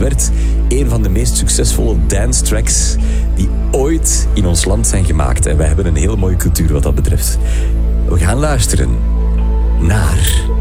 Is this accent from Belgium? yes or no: yes; Merksem, Flanders, Belgium; Nee, ik ben van Merksem, dat ligt er vlakbij.